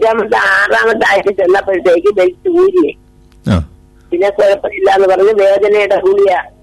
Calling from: Peyad, Kerala, India; ഞാൻ പേയാട് നിന്നാണ്.

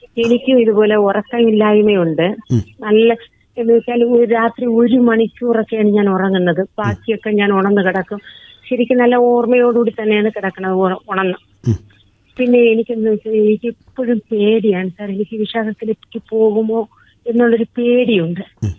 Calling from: Karavila, Kerala, India; ഞാൻ കരവിലയിൽ നിന്നാണ് വിളിക്കുന്നത്.

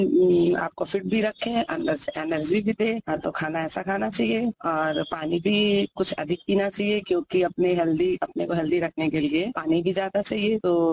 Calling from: Varanasi, Uttar Pradesh, India; बनारस लहर तारा बनारस से बोल रहे हैं

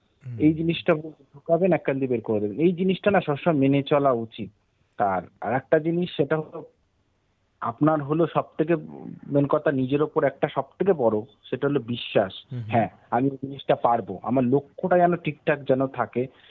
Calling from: Kolkata, West Bengal, India; আমি কলকাতার থেকে

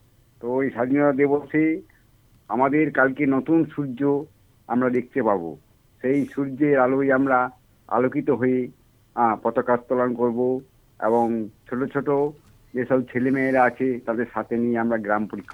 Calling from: West Bengal, India; আমি বীরভূম থেকে বলছি

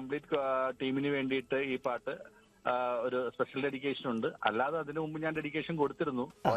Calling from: Cherthala, Kerala, India; ഞാൻ ചേർത്തലയിൽ നിന്നാണ്.

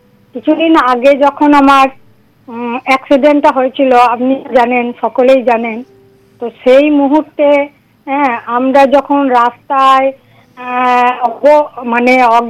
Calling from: West Bengal, India; যারা আমাদের পশ্চিমবঙ্গে রয়েছেন

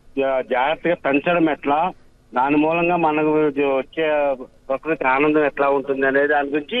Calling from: Hyderabad, Telangana, India; నేను హైదరాబాద్ నుంచి మాట్లాడుతున్నా.

